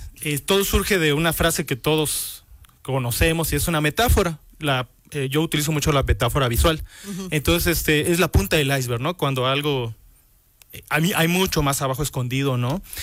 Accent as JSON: {"language": "Spanish", "town": "Tapachula", "region": "Chiapas", "country": "Mexico", "lives_now": "Puebla, Mexico", "said": "Soy del antiguo Soconusco, soy de Tapachula, frontera con Guatemala, con los chapines."}